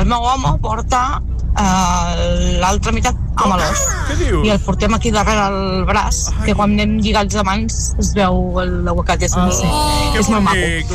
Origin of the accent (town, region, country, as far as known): Fogàs, Catalonia, Spain